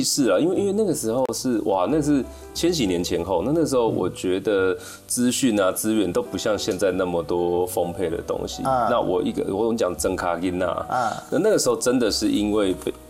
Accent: Chiayi, Taiwan; 我就是想在我的家乡做。

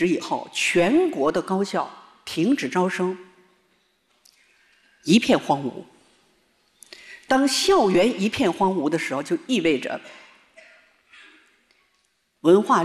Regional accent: Harbin, Heilongjiang, China; moved away; 回到了我的家乡哈尔滨

